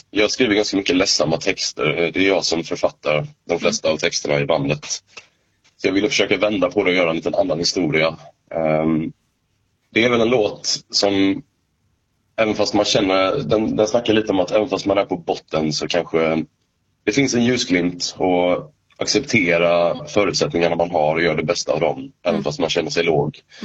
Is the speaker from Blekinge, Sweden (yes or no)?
yes; Karlskrona, Blekinge, Sweden; born there; moved away; Men egentligen är det jag och min barndomskompis Simon som vi är då från Karlskrona liksom.